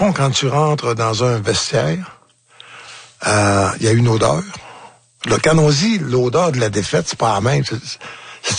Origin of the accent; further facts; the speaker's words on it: Saint-David-de-Falardeau, Quebec, Canada; Je viens de Falardeau.